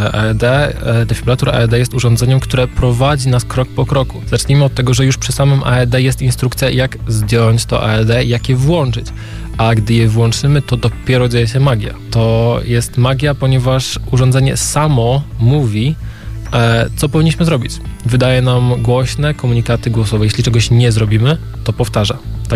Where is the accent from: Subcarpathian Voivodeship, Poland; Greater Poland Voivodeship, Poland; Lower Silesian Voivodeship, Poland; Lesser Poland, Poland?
Greater Poland Voivodeship, Poland; Poznań; jako poznaniacy, jako mieszkańcy Poznania